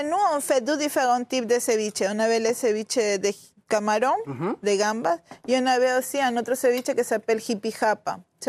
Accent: Guayaquil, Guayas, Ecuador; French is a second language; now in Paris, France; je viens de Guayaquil, que c'est la côte.

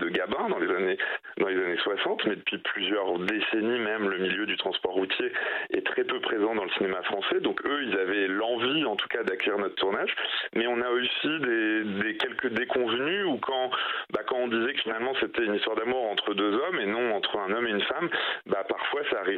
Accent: Normandy, France; now in Paris, France; Et vivant à Paris, parce que j'y vis depuis 10 ans, j'ai quitté la Normandie

